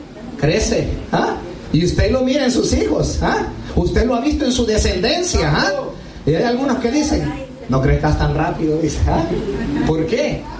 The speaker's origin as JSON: {"language": "Spanish", "country": "El Salvador", "tie": "born or raised there", "said": "Soy originario del Salvador, hermano."}